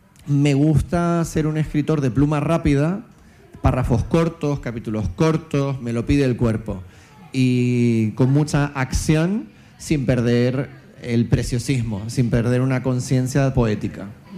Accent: Canary Islands, Spain; moved away; also born or lived in Latin America; siendo yo un canario que llevo mucho tiempo fuera, pero siendo hijo de gallegos. O sea, soy hijo de pueblos errantes, ¿no? He vivido en América Latina

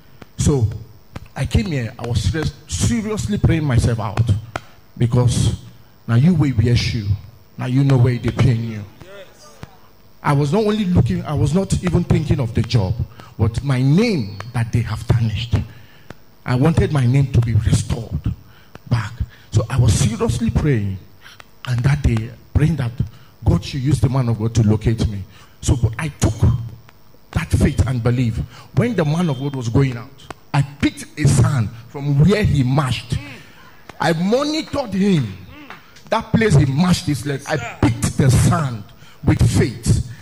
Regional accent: Cross River, Nigeria; now in Abuja, Nigeria; I am from Cross River State. I stay in Bega.

